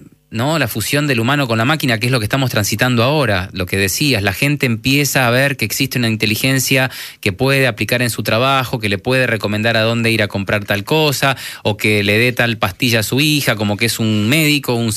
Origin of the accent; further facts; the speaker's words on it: Argentina; accent: Argentine; No tengo muy el argentino como que se nota, pero sí afuera se dan cuenta que soy argentino porque tengo algo de acento, ¿no? Pero no es muy marcado.